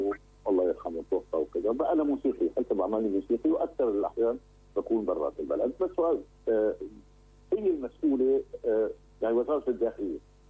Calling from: Aleppo, Aleppo Governorate, Syria

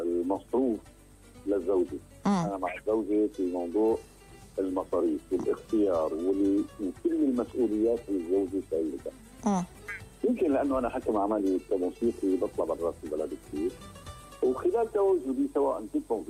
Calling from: Aleppo, Aleppo Governorate, Syria

